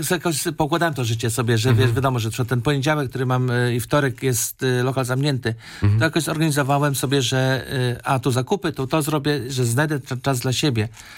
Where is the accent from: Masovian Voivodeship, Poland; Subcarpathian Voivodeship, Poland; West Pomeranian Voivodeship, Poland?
West Pomeranian Voivodeship, Poland; Szczecin; now in Berlin, Germany; No jak przyjechałem to z Polski, ze Szczecina, to całkiem inny świat.